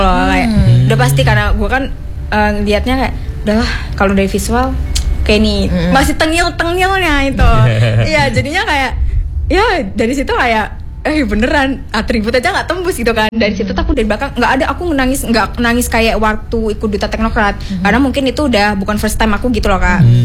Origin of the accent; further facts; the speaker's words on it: Lampung, Indonesia; Kebetulan aku dari Lampung Tengah, aku ikut.